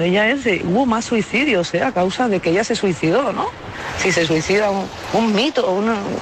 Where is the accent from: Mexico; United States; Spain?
Spain; Sitges, Catalonia